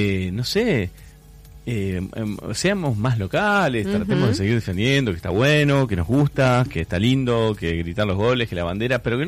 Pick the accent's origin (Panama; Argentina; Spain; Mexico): Argentina; somos argentinos cuando jugamos el mundial, nada más